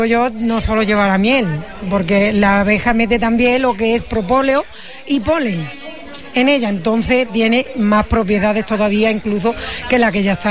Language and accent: Spanish; El Saucejo, Andalusia, Spain; Del Saucejo, el último pueblo que tiene la provincia de Sevilla, ahí sobre Málaga y Cádiz.